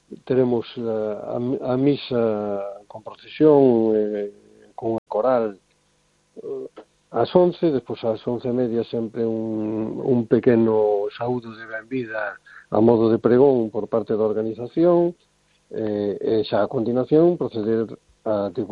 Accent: Galicia, Spain; pois, é o típico de Galicia, e o que somos os galegos, non? Comer, beber, festa, rachada, e hasta que o corpo aguante.

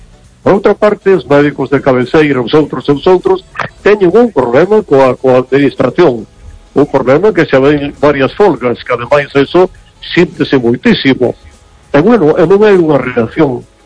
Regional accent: Vigo, Galicia, Spain; Hola, buenas noches.

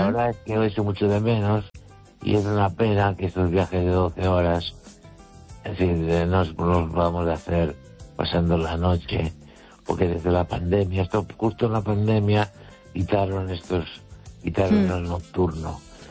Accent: Galicia, Spain; Y mi pueblo está a unos 9 kilómetros 8 de Los Peares. Está en la altura de la montaña.

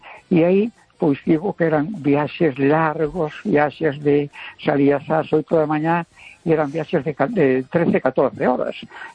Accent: A Coruña, Galicia, Spain

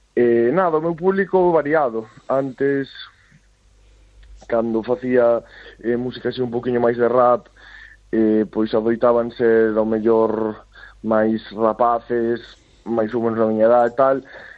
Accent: Galicia, Spain; Pois igual, simplemente son galego, falo galego, a miña lingua é o galego

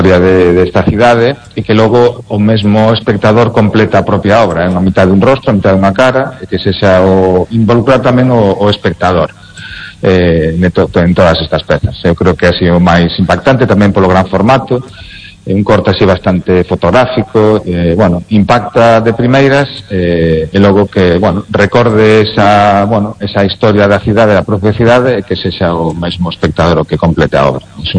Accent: Lugo, Galicia, Spain; moved away; Non estou en Lugo, non vivo en Lugo, xa fai moitos anos que saín de Lugo, pero son lucense, recordo Lugo

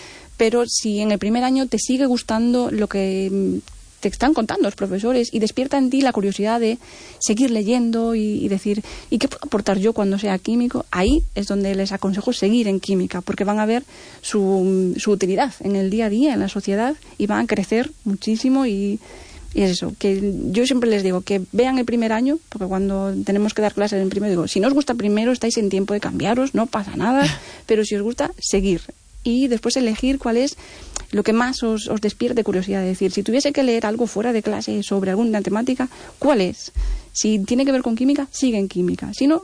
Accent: Vigo, Galicia, Spain; Es en la zona cerca de en Vigo, cerca del Parque de Castrelos y demás

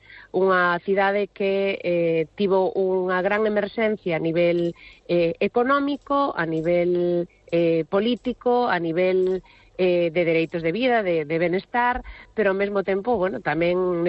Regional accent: Cangas, Galicia, Spain; que son da ría de Vigo, ou son de Cangas, do outro lado da ría, pero para min Vigo formou parte da miña vida dende moi cativa

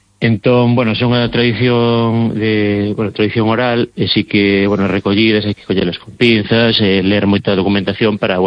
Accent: Vilar de Barrio, Galicia, Spain; eu son de Vilar de Barrio, que sempre pensei que sabía moito, que coñecía moito dos entroidos.

